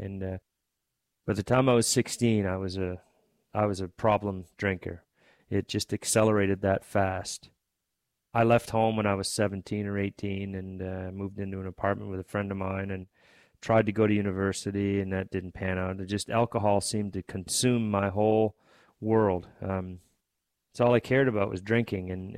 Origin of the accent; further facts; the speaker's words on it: Fredericton, New Brunswick, Canada; also born or lived in Woodstock, New Brunswick; My father was from this reserve, but they're both Maliseet. I was born in Woodstock, on the Woodstock First Nation, and we moved here when I was just a little baby, so I've pretty much been here my whole life.